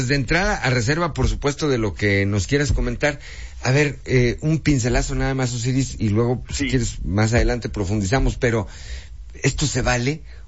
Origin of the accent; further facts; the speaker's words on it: Coahuila, Mexico; nosotros los coahuilenses